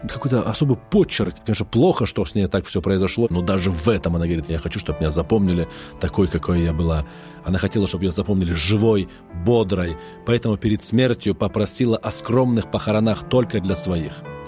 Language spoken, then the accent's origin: Russian; Nalchik, Kabardino-Balkaria, Russia; Я сам из Нальчика.